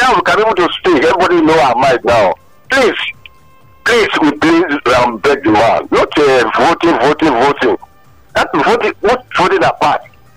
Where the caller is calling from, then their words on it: Aiso, Italy; from Aiso, Italy.